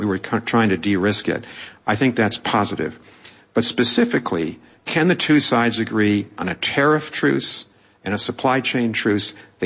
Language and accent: English; United States; And I'm Irish-American, and I'm still rooting for England.